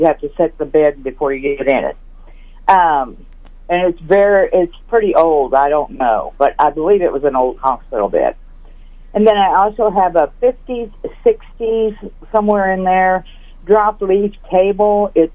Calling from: Concordia, Missouri, United States; Concordia.

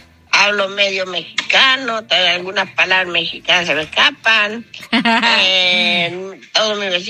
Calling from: Argentina; Yo también soy argentina, ¿viste?

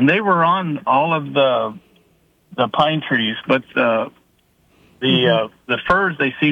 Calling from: Beatrice, Nebraska, United States; from Beatrice.

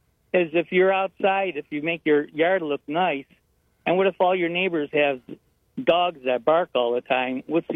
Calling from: Avon Lake, Ohio, United States

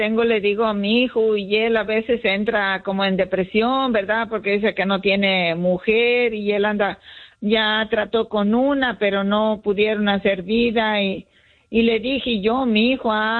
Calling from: Los Angeles, California, United States; Yo de aquí, de Los Ángeles, California. Aquí por la Soto y la Olimpi.

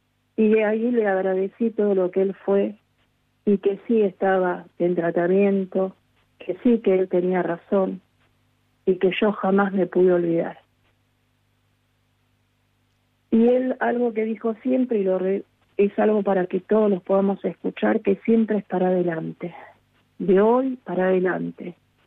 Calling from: Lomas de Zamora, Buenos Aires Province, Argentina; Yo vivo de Temperley, una estación más, Loma de Zamora, son 3 minutos.

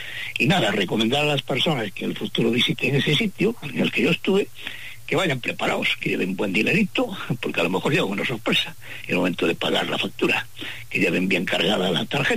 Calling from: Pontevedra, Galicia, Spain; Pontevedra.

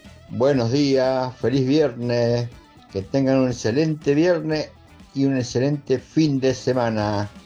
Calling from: Córdoba, Argentina; Lo estoy mirando por YouTube desde San Luis, estoy unos días. … de Los Lampazos

